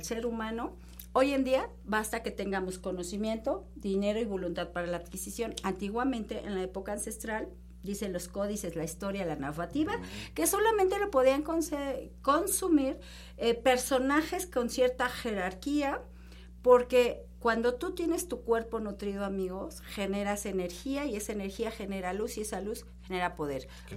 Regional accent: Mexico; sí soy mexicana

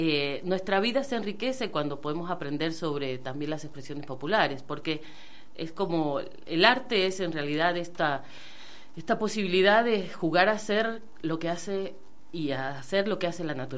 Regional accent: Mendoza, Argentina; now in Godoy Cruz, Argentina; Y bueno, entonces yo, si bien nací aquí en Mendoza, en Ciudad de Mendoza, he vivido por muchos departamentos y siempre fui nómade, ¿no?

